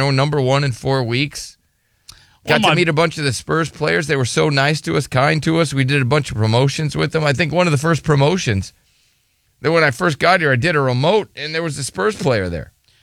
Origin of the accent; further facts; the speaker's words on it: Minnesota, United States; You know, I'm from Minnesota.